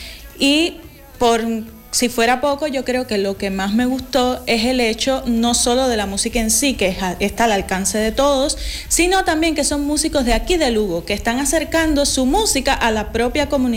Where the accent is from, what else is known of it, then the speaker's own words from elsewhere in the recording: Cuba; Bueno, yo no sé si tengo el ritmo en la sangre, a lo mejor ahí dejo a los cubanos un poco por debajo del nivel